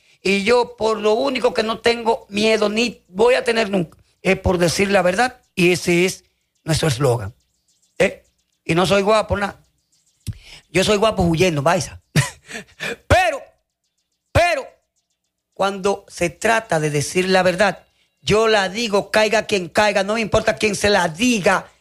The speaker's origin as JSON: {"language": "Spanish", "town": "Puesto Grande", "country": "Dominican Republic", "said": "ahí es que está toda mi familia allá en Puesto Grande. Toda mi familia … somos de allá, de Puesto Grande."}